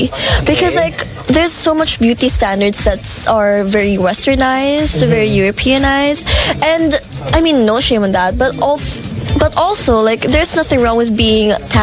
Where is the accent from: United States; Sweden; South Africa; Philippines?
Philippines